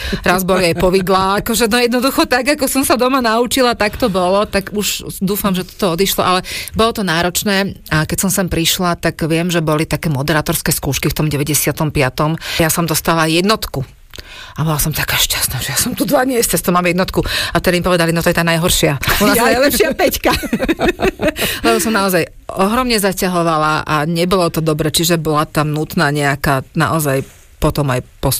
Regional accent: Bratislava, Bratislava Region, Slovakia; accent: Bratislava accent; veď ja som sem prišla ako Bratislavčanka.

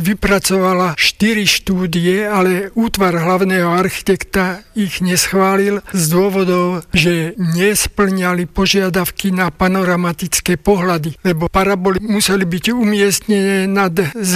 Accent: Záhorie, Slovakia; also born or lived in Trnava; Som zo Záhoria, trávil som gymnaziálne roky v Trnave, 8 rokov v Trnave a to v detskom domove.

